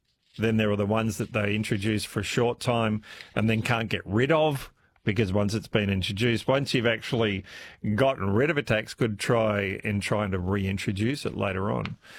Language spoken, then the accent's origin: English; Perth, Western Australia, Australia; Mind you, I'm from Perth as well, so I'm not sure if it was a West Australian thing.